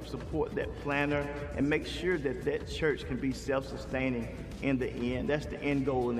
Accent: Tuscaloosa, Alabama, United States; born there; No, I'm not Haitian. I was born in Tuscaloosa, Alabama.

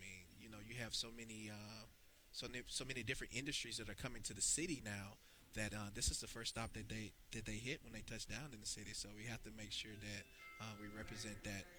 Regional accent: Montgomery, Alabama, United States; No, I'm actually from Montgomery.

